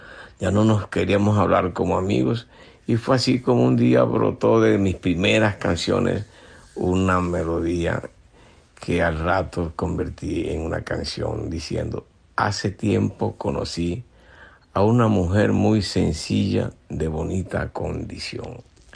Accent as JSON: {"language": "Spanish", "town": "San Juan del Cesar", "region": "La Guajira", "country": "Colombia", "tie": "born or raised there", "said": "ella llega a San Juan del Cesar a estudiar en la Escuela Normal de Señoritas, allá en mi tierra"}